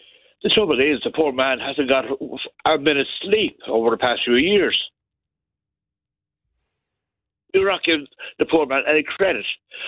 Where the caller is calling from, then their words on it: Carlow, Leinster, Ireland; Hi, in Carlow, to be exact